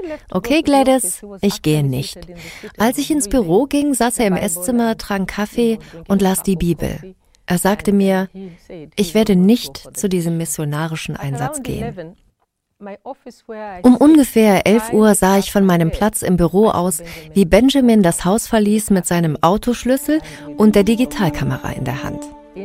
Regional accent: Mombasa, Mombasa County, Kenya; Ich bin in Mombasa aufgewachsen und wir haben immer problemlos mit den Muslimen zusammengelebt.

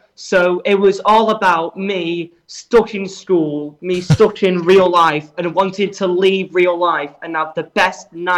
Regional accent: Manchester, North West England, United Kingdom; I was there when they toured the UK, and I'm from Manchester, but I went to London, which is like a 6-hour drive to them

